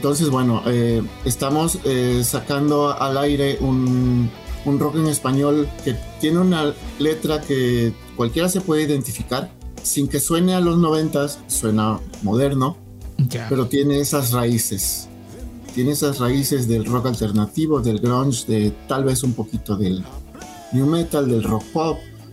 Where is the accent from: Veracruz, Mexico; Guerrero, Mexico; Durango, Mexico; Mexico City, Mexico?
Veracruz, Mexico; Tierra Blanca; moved away as an adult; now in Veracruz, Mexico; Yo soy de Tierra Blanca, Veracruz.